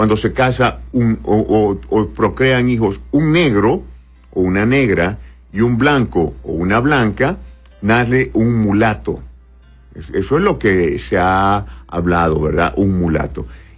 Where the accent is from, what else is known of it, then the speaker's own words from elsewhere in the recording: Honduras; Todos los hondureños que vivimos en Honduras somos hondureños.